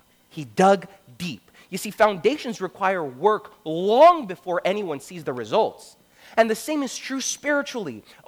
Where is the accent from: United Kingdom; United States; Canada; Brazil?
Brazil; moved away; And I'm from Brazil, all right?